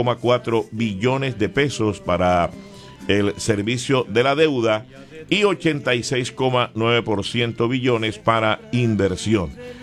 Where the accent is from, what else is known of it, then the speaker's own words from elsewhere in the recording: Colombia; 8-12 en mi país, Colombia.